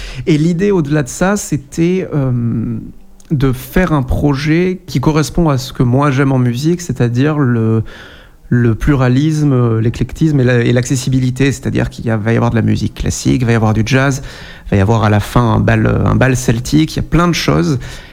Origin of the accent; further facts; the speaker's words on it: Saint-Martin-des-Combes, Nouvelle-Aquitaine, France; born there; also born or lived in Bordeaux; En fait, j'ai grandi en Martinique, j'ai fini de grandir à Saint-Martin-des-Combes et j'ai fait mon conservatoire à Périgueux avant d'aller étudier ensuite à Bordeaux.